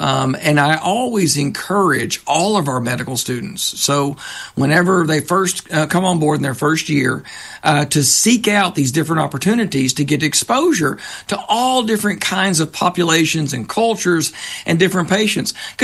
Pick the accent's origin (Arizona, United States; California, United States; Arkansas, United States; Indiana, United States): Arkansas, United States; as someone myself who grew up, was born and raised in Arkansas